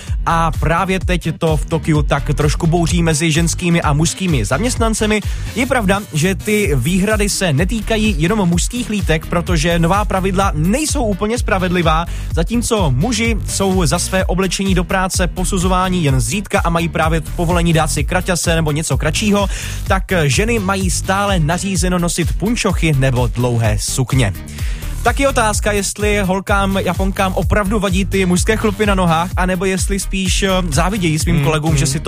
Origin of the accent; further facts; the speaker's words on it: South Moravian Region, Czechia; My u nás na Jižní Moravě se snažíme přežít hlavně ve stínu nebo u vody.